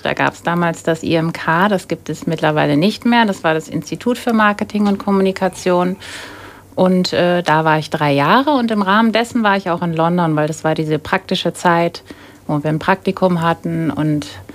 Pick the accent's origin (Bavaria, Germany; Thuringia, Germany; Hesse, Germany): Hesse, Germany; Wiesbaden; Ich bin in Wiesbaden geboren, wie die Familie ist schon seit Jahren in Wiesbaden. Ich lebe in Wiesbaden und ich bleibe, glaube ich, auch in Wiesbaden. Also ich war mal ganz kurz in Hamburg ein Jahr lang.